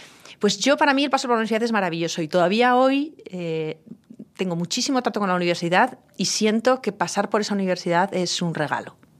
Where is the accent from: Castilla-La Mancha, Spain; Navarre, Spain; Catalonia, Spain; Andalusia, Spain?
Navarre, Spain; Pamplona; Es curioso, porque yo tenía 18 años, y un sitio como Navarra, bueno, pues te condiciona mucho, te conoce todo el mundo, un sitio como Pamplona, ciudad pequeña, te conoce todo el mundo, la seguridad es un factor muy importante.